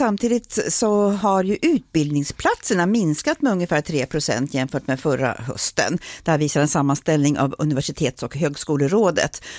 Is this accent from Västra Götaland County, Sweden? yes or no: no; Västerås, Västmanland County, Sweden; Vi är 60-talister båda två. Vi är från Västerås båda två.